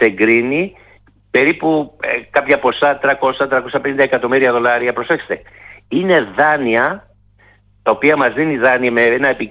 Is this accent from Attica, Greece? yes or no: no; Chios, North Aegean, Greece; από την πατρίδα μου τη Σχύο